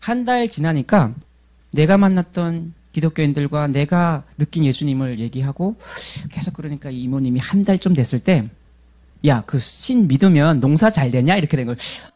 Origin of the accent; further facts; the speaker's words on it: North Korea; moved away; also born or lived in China; 그래서 북한에 또 갔죠. 저는 안 가고 싶었는데 하나님이 차비 안 받으시고 그냥 무료로 이렇게 보내주셔갖고 고향 방문 한번더 했습니다.